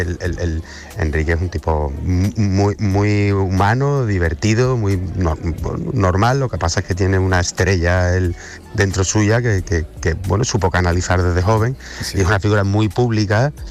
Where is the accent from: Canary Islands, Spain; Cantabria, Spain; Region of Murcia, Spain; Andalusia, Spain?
Andalusia, Spain; La Línea de la Concepción; Sí, de La Línea, que es donde yo he pasado la mitad de mi infancia, en La Línea de la Concepción.